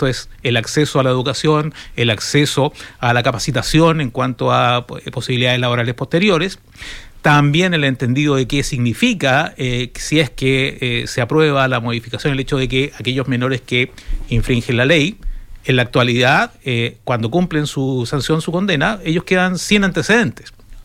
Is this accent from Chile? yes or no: yes; Iquique, Tarapacá, Chile; Yo soy iquiqueño, ya voy a cumplir 60 años